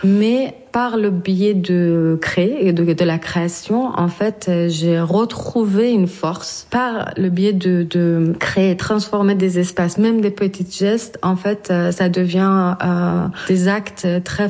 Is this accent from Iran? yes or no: yes; Iran